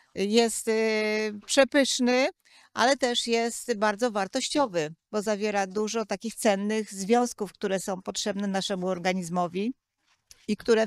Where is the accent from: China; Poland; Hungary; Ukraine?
Poland; Kościelec, Greater Poland Voivodeship; Poza jarmarkiem jesteśmy z Wielkopolski, w Kościelec, koło koła.